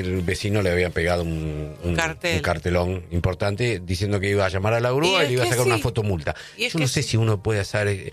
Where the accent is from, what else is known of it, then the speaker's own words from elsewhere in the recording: Temperley, Buenos Aires Province, Argentina; also born or lived in Lanús; Sí, yo nací en Lanús, pero desde muy chiquito me fui a vivir a Temperley y viví casi toda mi vida en Temperley, así que no frecuenté tanto la zona de Lanús, tanto.